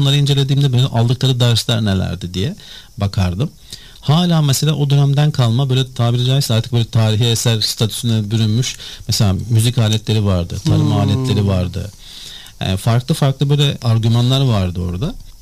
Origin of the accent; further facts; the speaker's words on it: Nusaybin, Mardin, Turkey; born there; moved away; also born or lived in Eskişehir / Sakarya; Mardin Nusaybin doğumluyum.